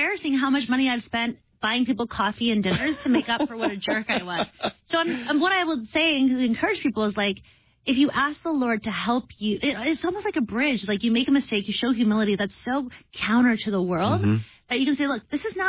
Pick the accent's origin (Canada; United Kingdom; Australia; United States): United States